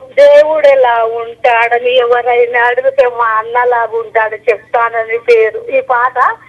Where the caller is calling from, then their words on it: Kothagudem, Telangana, India; నేను కొత్తగూడెం బూడిగడ్డ నుంచి మాట్లాడుతున్నా సార్